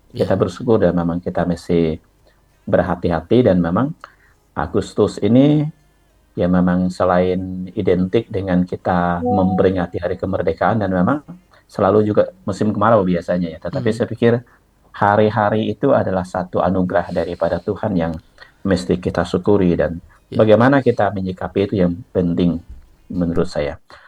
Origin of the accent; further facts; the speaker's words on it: Bonti, West Kalimantan, Indonesia; di kampung saya, di daerah Bonti